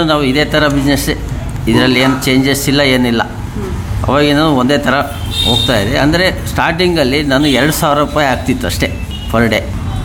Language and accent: Kannada; Hanagere Katte, Karnataka, India; also born or lived in Shivamogga; ನಾವು ಹುಟ್ಟಿದ್ದು ತೀರ್ಥಹಳ್ಳಿ ತಾಲೂಕು ಹಣಗೇರಿ ಕಟ್ಟೆ ಅನ್ನೋ ಊರಲ್ಲಿ.